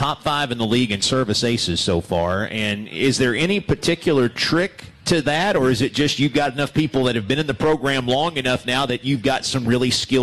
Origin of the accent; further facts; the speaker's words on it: Tennessee, United States; And I'm from East Tennessee.